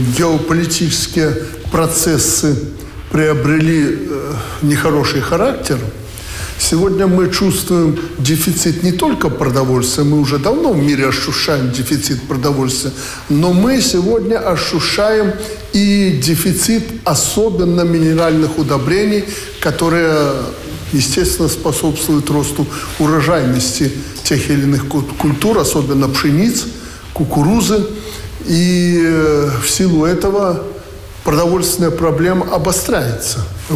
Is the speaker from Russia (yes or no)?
no; Belarus; мы, белорусы